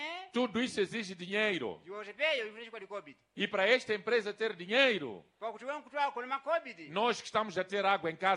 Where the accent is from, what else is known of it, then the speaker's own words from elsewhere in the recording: Mozambique; nós saímos de Moçambique visitar outros países